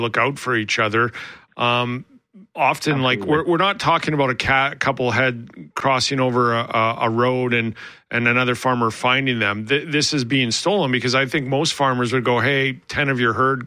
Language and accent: English; Alberta, Canada; now in Manitoba, Canada; I'm going from when I grew up in Alberta